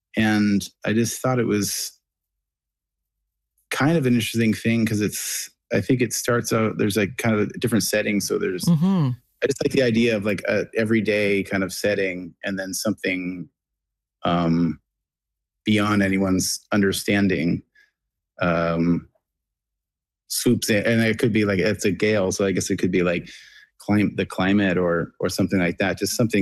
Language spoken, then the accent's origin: English; Clark's Harbour, Nova Scotia, Canada; Because it was always the Shag Harbor, and I always knew the town as Clark's Harbor